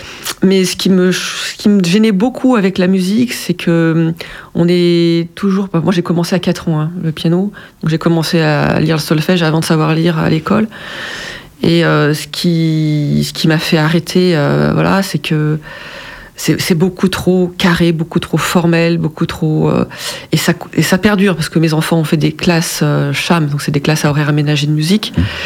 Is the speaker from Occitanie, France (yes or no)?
no; Auvergne-Rhône-Alpes, France; moved away as an adult; also born or lived in south of Lyon; now in Périgord, France; j'ai grandi en Savoie aussi, hein, donc proche des montagnes.